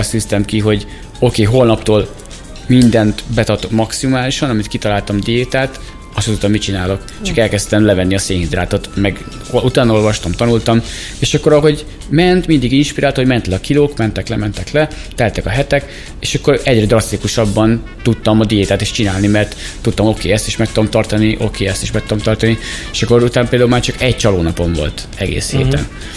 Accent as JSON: {"language": "Hungarian", "town": "Hajdúböszörmény", "region": "Hajdú-Bihar", "country": "Hungary", "said": "otthon Hajdúböszönyben"}